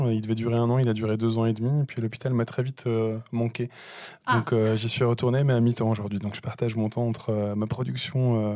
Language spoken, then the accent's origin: French; Belgium; je suis belge